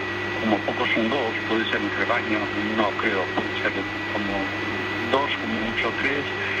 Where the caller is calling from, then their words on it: Asturias, Spain; Asturias, La Norio, Cuenca Minera.